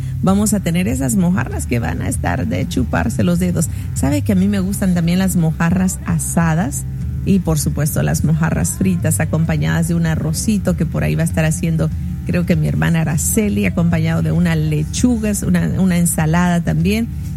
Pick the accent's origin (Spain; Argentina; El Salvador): El Salvador; Incluso en mi departamento, de donde yo soy, en El Salvador, y en el departamento de La Unión, los nuegados no son como tortitas